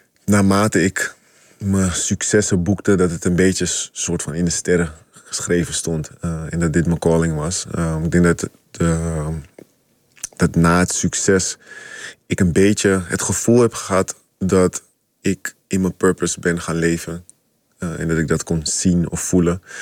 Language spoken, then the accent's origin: Dutch; Amsterdam, North Holland, Netherlands; ik kom uit de Bijlmer